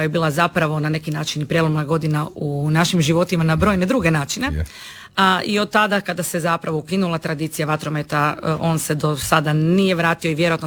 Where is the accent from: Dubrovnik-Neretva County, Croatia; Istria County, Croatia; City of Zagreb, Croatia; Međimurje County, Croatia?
Istria County, Croatia; Pula; Ja sam odrasla u Puli uz pulski vatromet